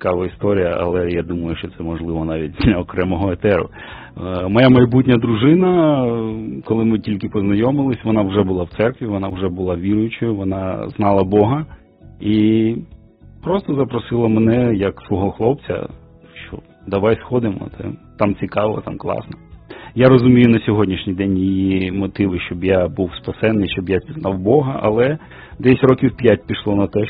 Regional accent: Kyiv, Ukraine; Я народився в Києві і все життя живу в Києві. Ще народився в Радянському Союзі, деякий час жив до його розпаду. Сім'я була атеїстами

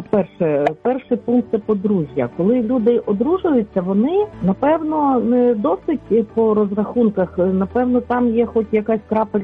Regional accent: Lviv, Lviv Oblast, Ukraine; я зі Львова.

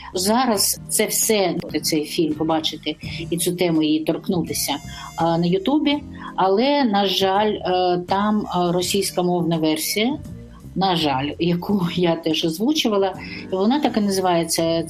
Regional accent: Odesa, Odesa Oblast, Ukraine; born there; moved away as an adult; also born or lived in Switzerland; Я і захотіла це робити, тому що я народилася в Одесі.

